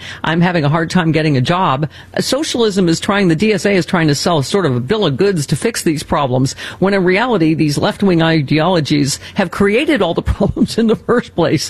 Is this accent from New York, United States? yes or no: yes; Buffalo, New York, United States; now in Los Angeles, United States; Well, I grew up in Buffalo. People are like, oh, you like the cold. I'm like, no. I do not. That's why I am in Los Angeles.